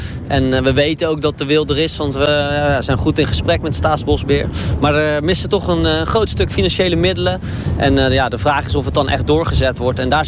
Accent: Netherlands; Nou, ik denk zeker als Nederlanders en als Brouwersdam, Kablasbank zijn we erg welkomhetend.

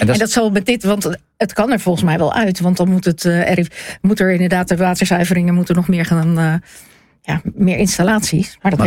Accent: Zeeland, Netherlands; En vooral als Zeeuws-Vlaming

